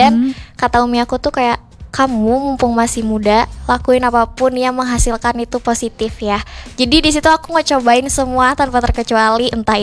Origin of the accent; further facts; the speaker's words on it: Central Java, Indonesia; now in Bandung, Indonesia; Aku dari Jawa Tengah, tapi aku dari kampus Politeknik TDC Bandung.